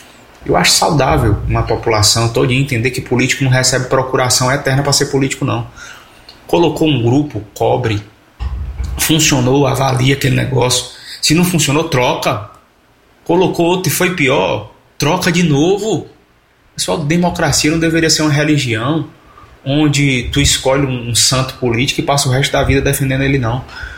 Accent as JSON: {"language": "Portuguese", "region": "Ceará", "country": "Brazil", "said": "Eu sou nordestino, eu sou cearense, com muito orgulho, gosto da minha terra, da minha fazenda, gosto de sertão, gosto do nosso jeito de falar, do nosso povo."}